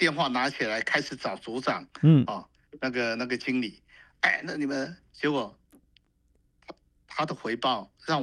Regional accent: Taiwan; 我们台湾人是说，该什么时候发生什么事情，你要按 SOP 来。

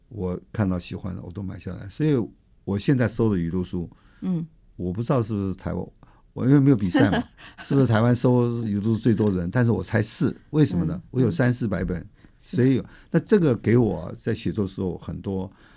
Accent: China

